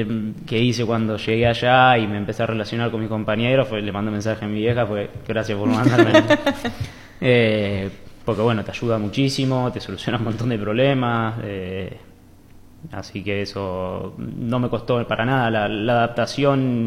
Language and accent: Spanish; Rosario, Santa Fe, Argentina; yo, que soy de Rosario